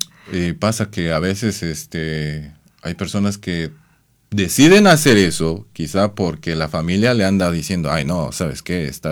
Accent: Bolivia; now in Uruguay; Yo salí de Bolivia hace un año exactamente.

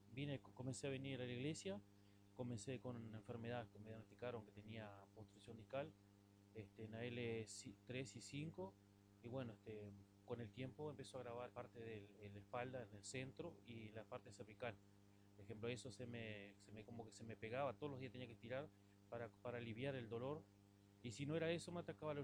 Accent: Canada

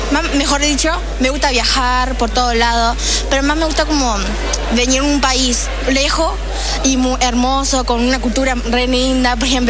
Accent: Chengdu, Sichuan, China; Spanish is a second language; moved away as an adult; now in Uruguay; Soy de China, de centro, o sea, L, donde hay panda ahí. O sea, en chino el nombre de la ciudad es Chengdu.

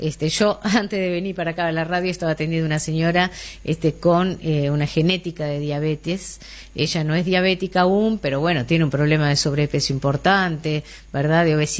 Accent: Uruguay; nosotros, nuestras estadísticas como uruguayos no son las más alentadoras

